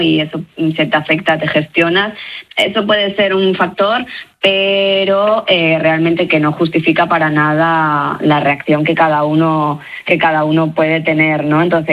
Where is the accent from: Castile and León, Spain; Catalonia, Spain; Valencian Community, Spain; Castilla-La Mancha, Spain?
Castile and León, Spain; León; Pero bueno, yo pues soy de León. ¿De dónde he salido? De León, concretamente.